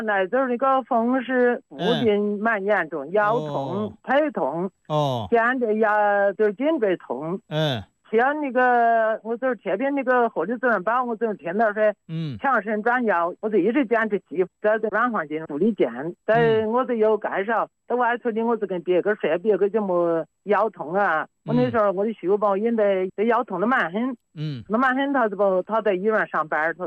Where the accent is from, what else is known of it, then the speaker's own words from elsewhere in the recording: Dawu, Hubei, China; now in Xiaogan, China; 我的老家是大悟。